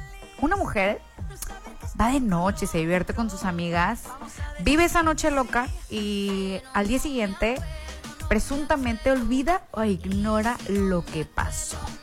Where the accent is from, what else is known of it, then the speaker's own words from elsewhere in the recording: Mexico; porque somos mexicanos y viva México.